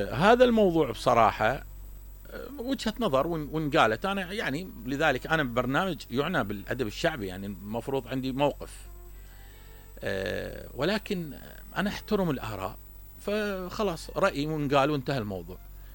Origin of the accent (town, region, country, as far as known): Iraq